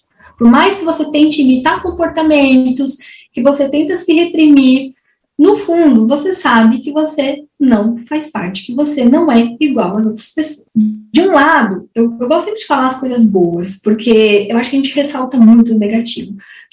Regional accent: São Paulo, Brazil; moved away as an adult; now in Santa Catarina, Brazil; eu sou paulista, mas moro há 12 anos em Santa Catarina. Eu tenho 32 anos.

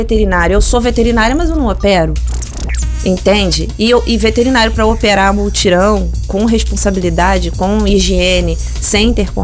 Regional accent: Cabo Frio, Rio de Janeiro, Brazil; O meu nicho, eu sou de Cabo Frio.

